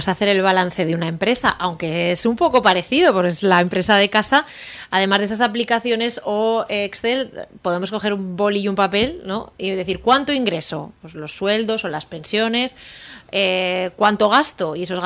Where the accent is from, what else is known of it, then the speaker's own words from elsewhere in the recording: Spain; Porque somos ahorradores los españoles o los aragoneses.